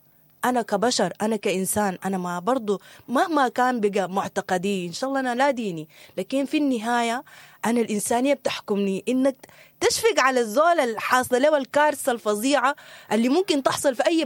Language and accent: Arabic; Sudan; احنا مهتمين كسودانيين